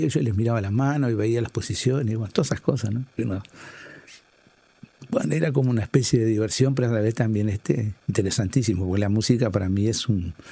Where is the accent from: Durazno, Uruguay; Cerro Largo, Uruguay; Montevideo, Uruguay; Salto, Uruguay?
Salto, Uruguay; había peñas en Salto, me llevaba, yo era chiquito y yo cantaba